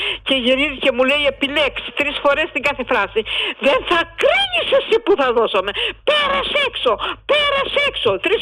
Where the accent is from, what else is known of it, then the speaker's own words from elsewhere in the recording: Crete, Greece; moved away; στο Ρούβα που λέμε εμείς στην Κρήτη